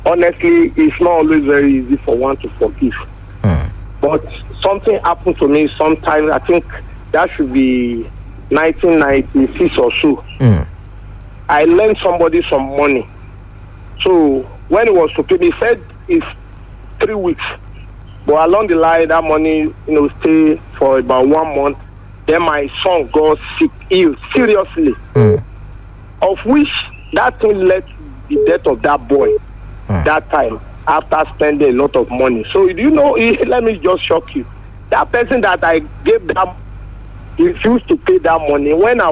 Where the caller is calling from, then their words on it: Nigeria; I'm from Akunda, he's from Oka. So we are from the same local government.